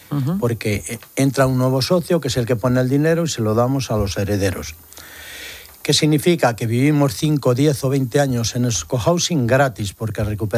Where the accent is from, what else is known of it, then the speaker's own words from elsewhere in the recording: Aranda de Duero, Castile and León, Spain; En mi pueblo, en Aranda de Duero